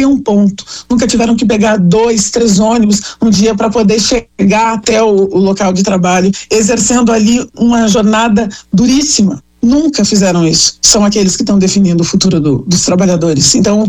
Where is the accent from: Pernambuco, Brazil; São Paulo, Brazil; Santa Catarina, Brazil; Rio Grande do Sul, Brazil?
Rio Grande do Sul, Brazil; Porto Alegre; Eu sou uma figura que eu cresci numa ocupação aqui em Porto Alegre, numa comunidade.